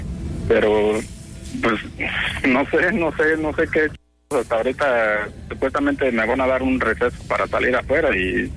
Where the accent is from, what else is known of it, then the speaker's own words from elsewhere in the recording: Mexico; Pero si yo le estoy diciendo que soy mexicano, entienda.